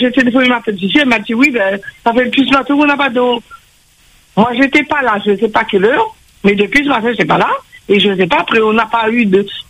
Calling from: Réunion

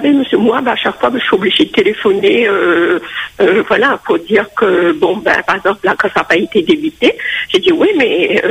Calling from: France; Moi, je suis française

